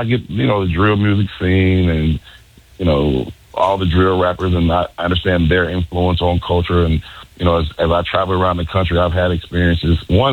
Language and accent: English; Chicago, Illinois, United States; born or raised there